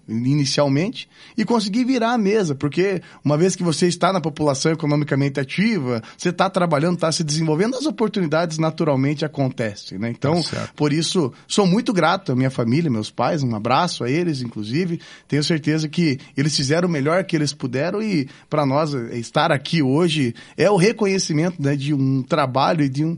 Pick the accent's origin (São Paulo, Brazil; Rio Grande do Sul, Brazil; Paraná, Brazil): Paraná, Brazil; Curitiba; born there; also born or lived in Fazenda Rio Grande; Eu sou nascido em Curitiba, nasci aqui na capital, morei algum tempo lá no município de Fazenda Rio Grande, né, na região metropolitana, naquela ascensão que teve a região metropolitana ali no final dos anos 90, início dos anos 2000, né, e tenho família residente lá